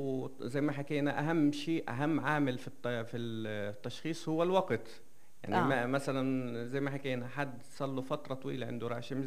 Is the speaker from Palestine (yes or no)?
yes; Palestine; في فلسطين أكيد إحنا